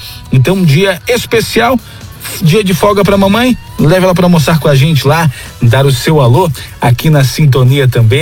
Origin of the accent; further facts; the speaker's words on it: Alfredo Wagner, Santa Catarina, Brazil; direto lá de Alto Limeira, Invernadinha, em Alfredo Wagner, minha terrinha natal.